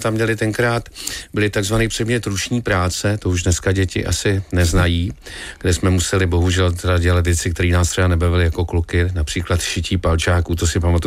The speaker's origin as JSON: {"language": "Czech", "town": "Nejdek", "region": "Karlovy Vary Region", "country": "Czechia", "tie": "born or raised there", "said": "já jsem teda se domluvil opravdu s úžasným muzikantem, panem Tótem u nás v Nejtku a začal jsem k němu chodit prostě na hodiny"}